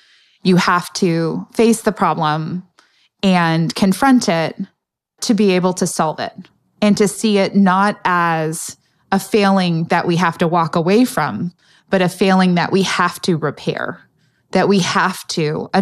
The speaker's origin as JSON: {"language": "English", "country": "United States", "tie": "born or raised there", "said": "the deep irony of growing up in America as a Native person. You have more belief in America than Americans"}